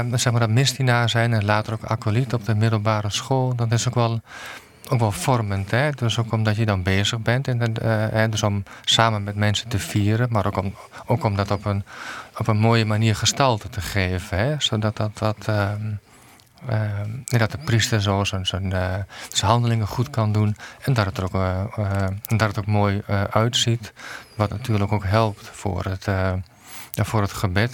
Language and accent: Dutch; Overijssel, Netherlands; Ik ben geboren en getogen in, in Twente. En dus mijn achternaam is ook een echt typisch Twentse naam. En … is, dat heb ik gekregen van mijn ouders.